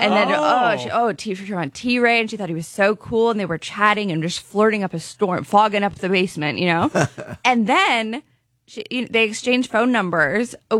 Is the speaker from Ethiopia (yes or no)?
no; Canada; I am Canadian, as is my mom.